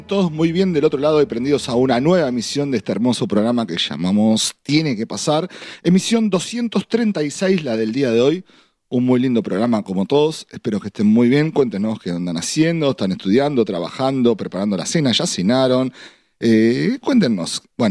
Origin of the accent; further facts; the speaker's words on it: Casilda, Santa Fe, Argentina; además estamos saliendo en mi ciudad natal, Casilda, provincia de Santa Fe, ahí a unos 50 ki